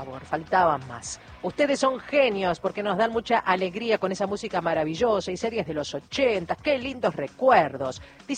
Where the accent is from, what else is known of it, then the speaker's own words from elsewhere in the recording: San Rafael, Mendoza, Argentina; de San Rafael, Mendoza.